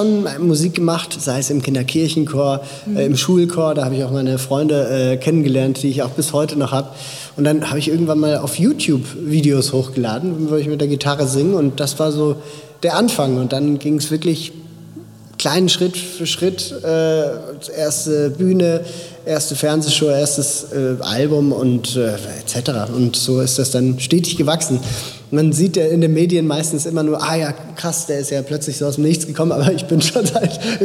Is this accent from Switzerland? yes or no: yes; Switzerland